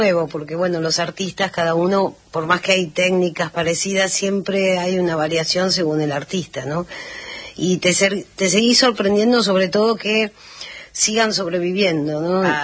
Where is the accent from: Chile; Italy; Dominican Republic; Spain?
Italy; Spanish is a second language; soy italiana, tengo la doble ciudadanía, así que Italia me tira, digamos, con respecto a la sangre.